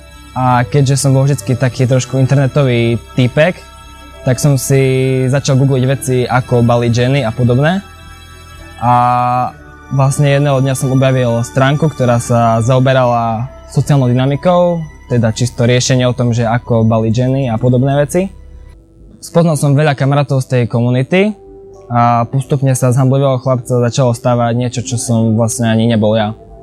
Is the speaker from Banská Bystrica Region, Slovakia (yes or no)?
no; Košice, Košice Region, Slovakia; mám 17 rokov, pochádzam z Košíc